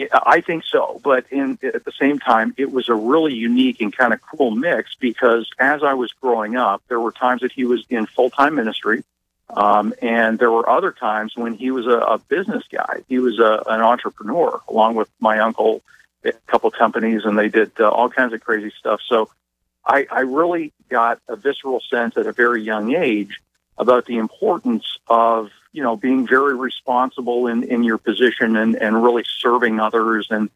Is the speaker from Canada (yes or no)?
yes; Canada; moved away as an adult; now in United States; I'm still Canadian. I'm a permanent resident in the U.S.